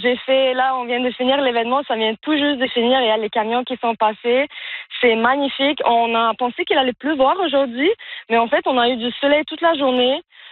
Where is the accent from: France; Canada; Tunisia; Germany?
Canada; Montreal, Quebec; Moi, je suis de Montréal, originalement.